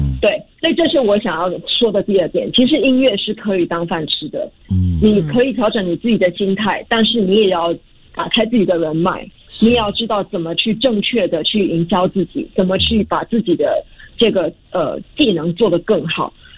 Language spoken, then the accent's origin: Chinese; Singapore; 我们是新加坡人，谁说我们的中文不好？